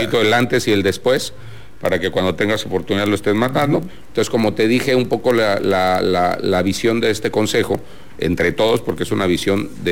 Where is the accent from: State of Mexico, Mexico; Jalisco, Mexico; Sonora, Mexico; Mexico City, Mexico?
Mexico City, Mexico; now in Villahermosa, Mexico; yo vengo de la Ciudad de México hace muchos años, y la cultura en la Ciudad de México, en una ciudad con tanta gente, en una ciudad con tanta contaminación